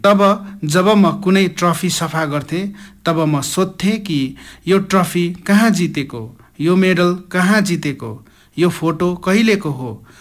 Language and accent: Nepali; India; हाम्रो इन्डियाको कल्चर हो